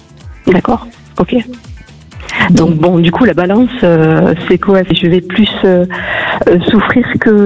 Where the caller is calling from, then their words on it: Occitanie, France; D'Occitanie.